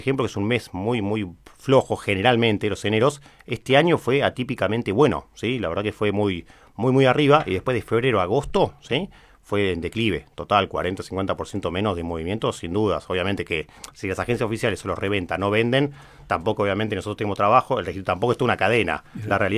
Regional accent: Argentina

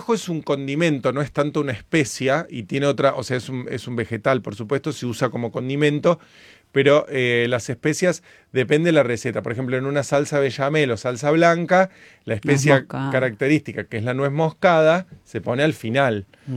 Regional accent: Córdoba, Argentina; Coprovinciana.

